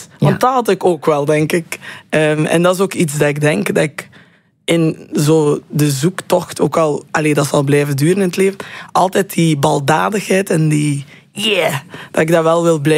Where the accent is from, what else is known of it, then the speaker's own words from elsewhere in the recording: Roeselare, Flanders, Belgium; Dus ik ben in Roeselaar opgegroeid en daarna school geweest. En dan op mijn 16e ben ik naar de kunsthumaniora in Brugge gegaan.